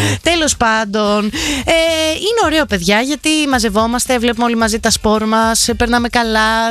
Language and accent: Greek; Attica, Greece; Εγώ μεγάλωσα δίπλα στο Καρεσκά και δεν είμαι Ολυμπιακός.